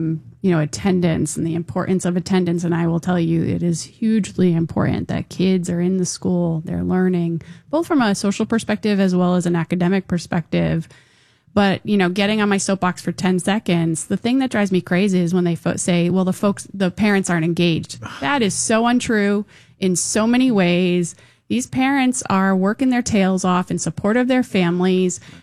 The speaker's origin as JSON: {"language": "English", "town": "Pawtucket", "region": "Rhode Island", "country": "United States", "tie": "born or raised there", "said": "I think, I grew up in Pawtucket. And so as I think about the work and the needs in Pawtucket, I always keep that top of mind for me."}